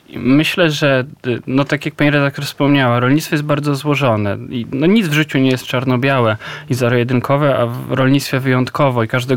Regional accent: Podlaskie Voivodeship, Poland; born there

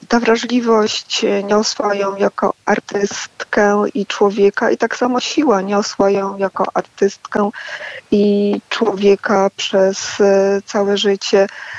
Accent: Lubraniec, Kuyavian-Pomeranian Voivodeship, Poland; moved away; Ja pochodzę z miejscowości Lubranic na Kujawach. Jest to mała miejscowość, gdzie żyje około 3000 ludzi. Ja tam się wychowałam, tam skończyłam liceum

